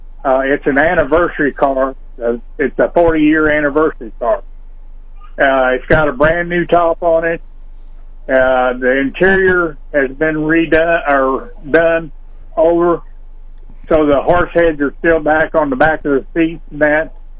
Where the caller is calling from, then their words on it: Missouri, United States; I'm calling from Buston